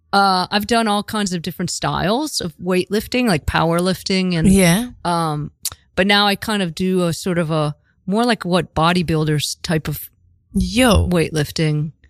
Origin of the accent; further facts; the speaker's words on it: Pittsburgh, Pennsylvania, United States; moved away as an adult; now in New York, United States; From Pittsburgh